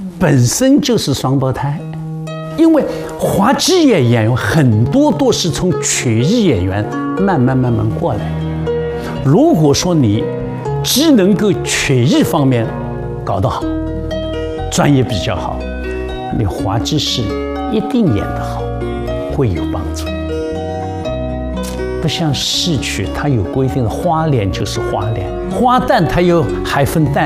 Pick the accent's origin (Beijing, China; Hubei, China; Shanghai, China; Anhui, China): Shanghai, China; 我是上海人，生于1947年的7月